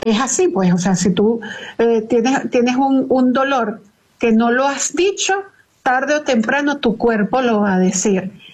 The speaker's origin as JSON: {"language": "Spanish", "country": "Venezuela", "said": "nosotros como venezolanos somos una población que de todo sacamos un chiste"}